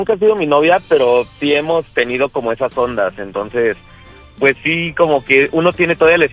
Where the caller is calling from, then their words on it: Cuautitlán Izcalli, State of Mexico, Mexico; Tengo 30 y estoy acá por Cuautitlán Izcalli, Estado de México.